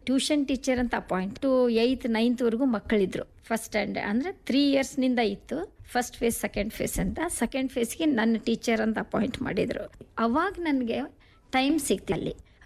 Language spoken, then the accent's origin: Kannada; Mallasamudra, Karnataka, India; ನಮ್ಗೆ ಅಲ್ಲಿ ಓದಾಕ ಏನು ಫೆಸಿಲಿಟಿ ಇರ್ಲಿಲ್ಲ ನಮ್ಮೂರಲ್ಲಿ. ಅದಕ್ಕೋಸ್ಕರನೇ ಹಾಸ್ಟೆಲ್ಗೆ ಹಾಕಿದ್ದು. ಅಲ್ಲಿ ಮುಂದೆ ಹೈಸ್ಕೂಲ್ ಇಲ್ಲ ಅನ್ನೋ ಕಾರಣಕ್ಕೆ, ಮತ್ತೆ ಅವಾಗೆಲ್ಲ ಮಲ್ ಸಮುದ್ರದಿಂದ ಗದಗಿಗೆ ಹೋಗಿ ಓದೋಕೆ ಬಸ್ಸಿನ ವ್ಯವಸ್ಥೆ ಇರಲಿಲ್ಲ.